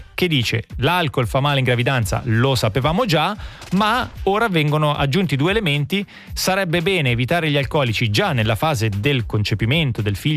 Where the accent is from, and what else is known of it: Switzerland